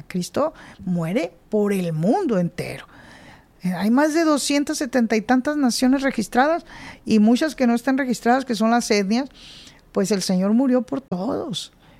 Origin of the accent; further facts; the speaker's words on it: Mexico; born there; yo nací en México.